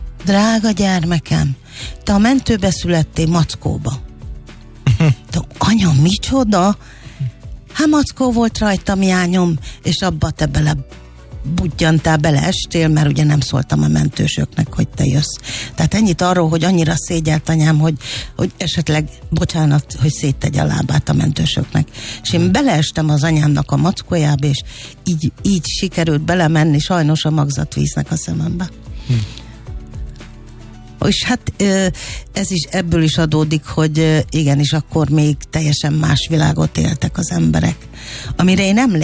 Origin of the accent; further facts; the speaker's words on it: Békés, Hungary; Na most így adódott az, hogy Békés megyében, mint említettük, hogy Békés megyei vagyok